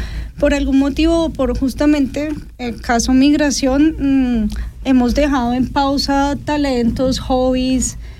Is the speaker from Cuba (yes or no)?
no; Colombia; now in Switzerland; soy colombiana